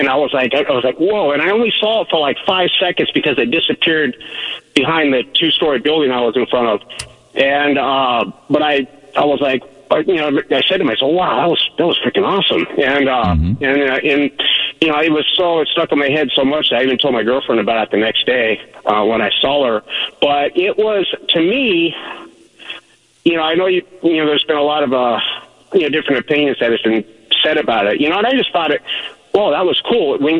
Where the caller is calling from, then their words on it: Salem, Oregon, United States; I'm in Salem, Oregon